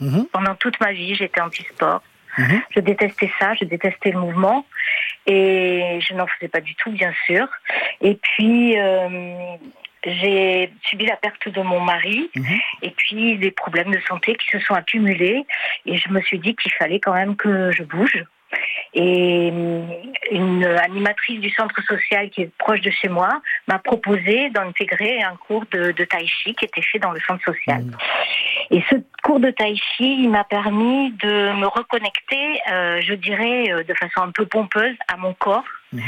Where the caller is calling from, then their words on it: Nouvelle-Aquitaine, France; d'un endroit merveilleux, j'appelle depuis le bassin d'Arcachon.